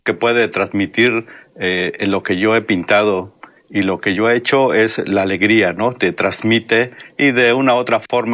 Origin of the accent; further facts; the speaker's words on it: Cuicatlán, Oaxaca, Mexico; nací en la Cañada, en Cuicatlán, en el 1972, y realmente tengo 54 años. De niño viví en mi pueblo, con las libélulas, con las catarinas, y bueno, el campo, ¿no? Los mangos de mi región, que es la Cañada.